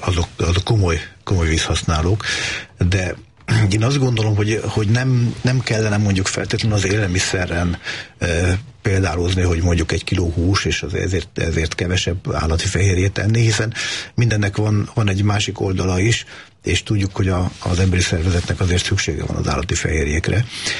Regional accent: Transdanubia, Hungary; én Dunántúli vagyok

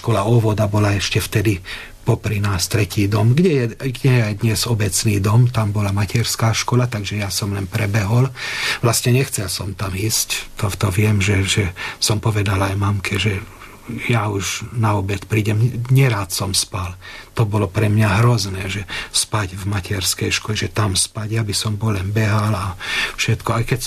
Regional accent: Kesztölc, Komárom-Esztergom, Hungary; Pravda, ešte vtedy boli latinské bohoslužby v katolíckych kostoloch, teda ako aj u nás v Kestúci, však Pilíž je katolícky.

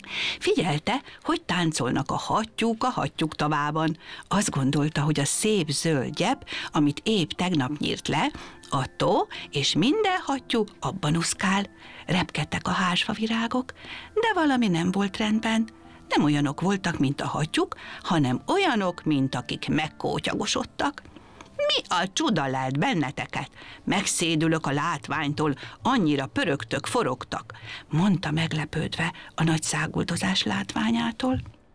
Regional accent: Kapuvár, Győr-Moson-Sopron, Hungary; és Kapuvárból jöttem.

